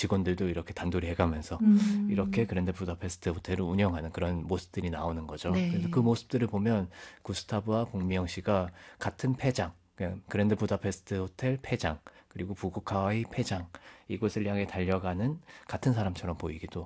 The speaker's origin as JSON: {"language": "Korean", "region": "Gyeongsang", "country": "South Korea", "said": "경상도 출신이기 때문에 북카이를 몇번 가봤습니다."}